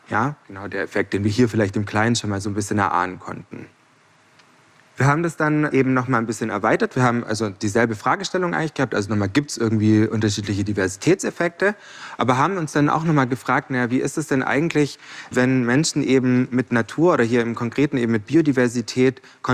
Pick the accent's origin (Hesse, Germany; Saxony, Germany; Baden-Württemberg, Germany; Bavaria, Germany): Baden-Württemberg, Germany; moved away; ich bin auf der Schwäbischen Alb groß geworden.